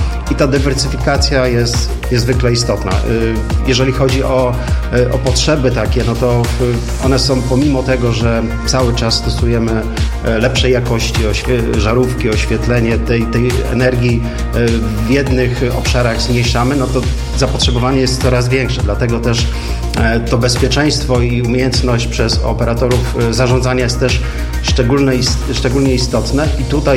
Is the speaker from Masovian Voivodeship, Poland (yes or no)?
no; Greater Poland Voivodeship, Poland; Decyzja jako Wielkopolanin, oczywiście kibicuję tutaj Kalinowi